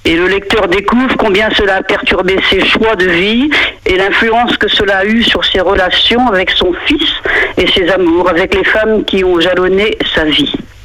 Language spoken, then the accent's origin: French; Pont-d'Ouilly, Normandy, France; born there; je suis née à Pondouilly, jolie bourgade de la Suisse normande, ma région, que j'affectionne énormément.